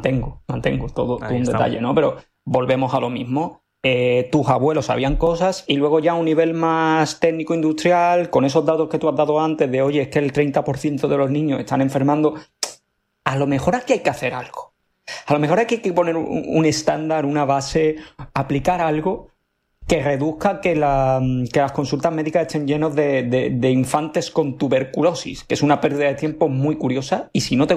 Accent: Seville, Andalusia, Spain; yo como sevillano

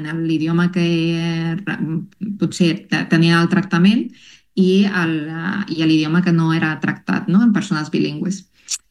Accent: La Paz, Bolivia; Les persones més de muntanya, diguem, de la regió d'on vinc, de La Paz, potser, no? La societat és una miqueta més conservadora.

